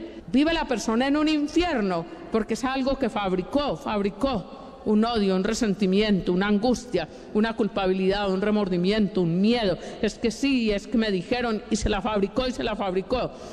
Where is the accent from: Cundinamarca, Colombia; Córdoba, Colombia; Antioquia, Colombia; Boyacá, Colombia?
Antioquia, Colombia; Somos todos antioqueños en la mayoría